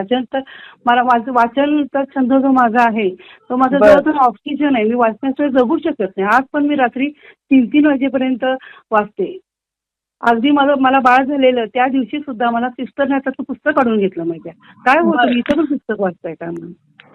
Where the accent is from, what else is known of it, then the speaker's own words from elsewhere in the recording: Aundh, Maharashtra, India; born there; also born or lived in Pune; माझा जन्म सातारा जिल्ह्यातील औंध झाला.